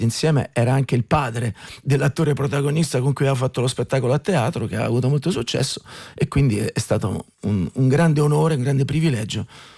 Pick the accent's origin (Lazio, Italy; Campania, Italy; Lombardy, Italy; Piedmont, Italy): Lazio, Italy; Civitavecchia; accent: Lazio (laziale) cadence; also born or lived in Rome; laziale nel senso sono di Civitavecchia e poi ho vissuto a Roma e quindi chiaramente si sente, no, questa appartenenza in certi momenti, in certi spettacoli, quando parlo si sente che non sono di Vicenza o siciliano.